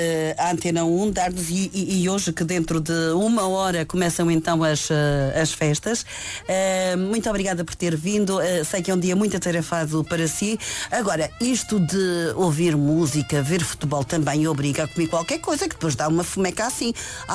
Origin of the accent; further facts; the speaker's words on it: Câmara de Lobos, Madeira, Portugal; born there; now in Funchal, Portugal; da minha terra em Câmara de Lobos